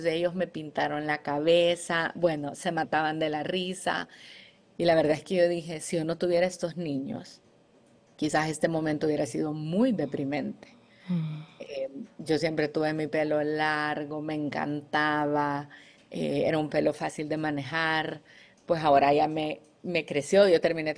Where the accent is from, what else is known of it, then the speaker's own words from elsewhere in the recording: El Salvador; yo soy de El Salvador